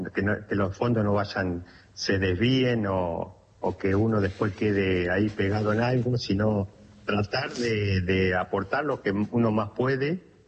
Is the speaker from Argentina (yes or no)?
yes; Argentina; moved away; la idea era correr en Argentina, que tuve muy pocas posibilidades de correr en mi país